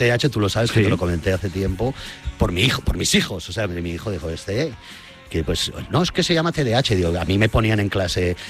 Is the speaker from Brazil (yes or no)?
no; Benetússer, Valencian Community, Spain; Chaplin, en Benetús, en mi pueblo. Aquí doy un saludo a todos mis paisanos, que tuvimos la mala fortuna de que nos pasó la dana ahí, que nos arrasó.